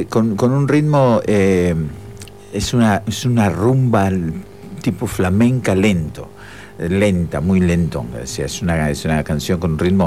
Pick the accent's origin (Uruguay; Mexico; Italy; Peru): Uruguay; Montevideo; moved away as an adult; now in Maldonado, Uruguay; No, yo soy de Montevideo, pero en el año 91 me radiqué aquí en Maldonado.